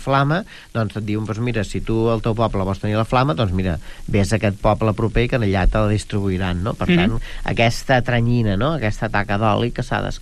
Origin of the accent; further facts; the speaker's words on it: Pineda de Mar, Catalonia, Spain; que em vaig criar a Pineda en els primers anys, i jo recordo de jovenet anar a, no? És una institució a Pineda, no?